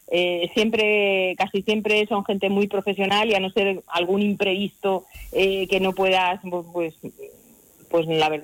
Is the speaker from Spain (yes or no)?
yes; Sonseca, Castilla-La Mancha, Spain; born or raised there